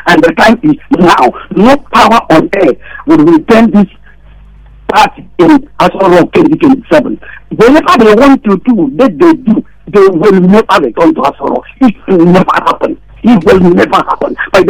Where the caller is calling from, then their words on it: Ireland; I'm calling you from Ireland.